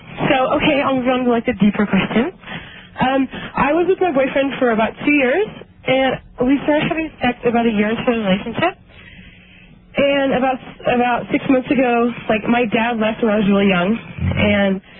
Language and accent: English; Los Angeles, California, United States; No, I'm from Los Angeles.